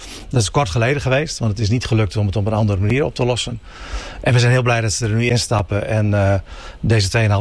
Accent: Friesland, Netherlands; Ja, en dat vraagt ook van ons als inwoners, van ons als Friezen, dat we ons wel een beetje moeten aanpassen.

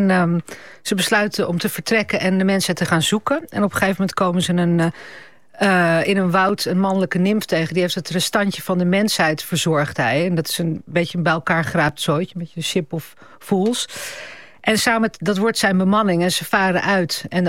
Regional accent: Italy; also born or lived in Netherlands; Maar ik ben half Italiaans en ik ben deels daar opgegroeid. En als je in Italië opgroeit, dan verwijs je

